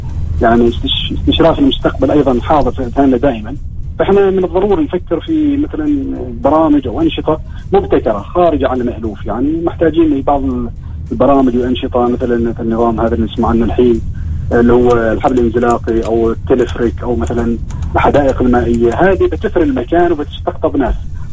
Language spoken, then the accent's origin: Arabic; Oman; احنا كعمانيين